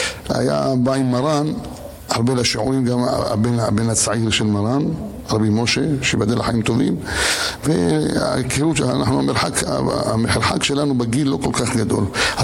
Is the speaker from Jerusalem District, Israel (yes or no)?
yes; Jerusalem, Jerusalem District, Israel; אני גדלתי בשכונת בית ישראל בירושלים